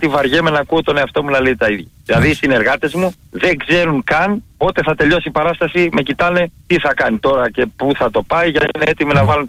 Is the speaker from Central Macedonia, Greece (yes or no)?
no; Megalochari, Epirus, Greece; Έχουν γίνει τεράστιες ομιλίες στο χωριό μου.